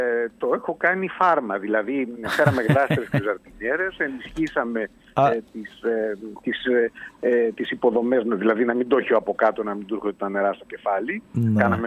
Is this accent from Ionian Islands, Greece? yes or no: no; Peloponnese, Greece; now in Thessaloniki, Greece